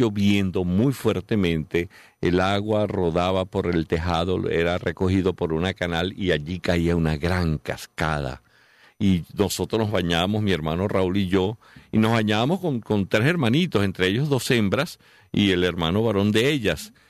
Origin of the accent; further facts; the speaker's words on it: Calabozo, Guárico, Venezuela; yo soy de Guárico, de Calabozo, del estado de Guárico.